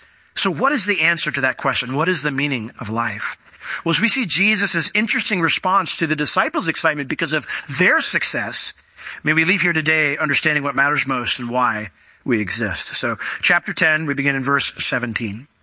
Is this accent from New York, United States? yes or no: yes; New York, United States; They traded my favorite player when I was a kid. I grew up in New York. I was a Yankee fan, and they traded my favorite player.